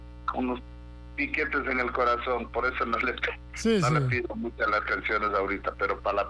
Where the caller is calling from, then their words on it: Quito, Pichincha, Ecuador; todavía estoy por acá, por Chillogallo, en Quito.